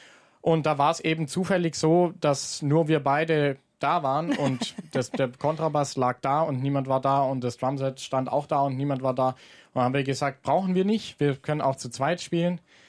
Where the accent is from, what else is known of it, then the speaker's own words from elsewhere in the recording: Dettingen an der Erms, Baden-Württemberg, Germany; Es gibt aber von der Heimatgemeinde, wo ich herkomme, Dettingen an der Erms, das ist